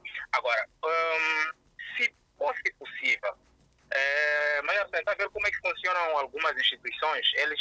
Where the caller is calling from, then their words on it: Nampula, Mozambique; Falo de Nampula.